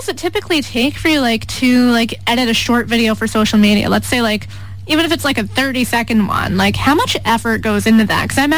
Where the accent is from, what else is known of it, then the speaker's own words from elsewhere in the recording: Hopewell Junction, New York, United States; also born or lived in Poughkeepsie; I grew up in Hopewell, actually, before I moved to Poughkeepsie.